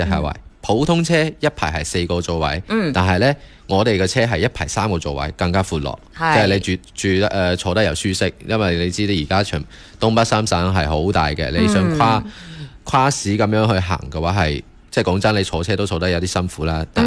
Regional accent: Guangdong, China

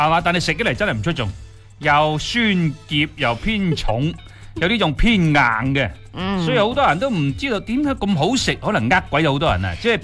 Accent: Guangdong, China; 我哋广东人叫黄

